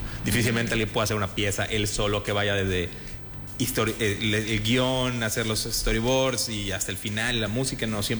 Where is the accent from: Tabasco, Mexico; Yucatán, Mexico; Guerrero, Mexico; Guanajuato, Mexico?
Yucatán, Mexico; No, sí soy yucateco.